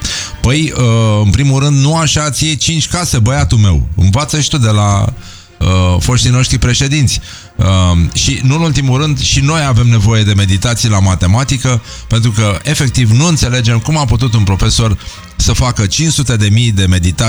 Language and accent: Romanian; Brăila, Brăila County, Romania; noi suntem din Brăila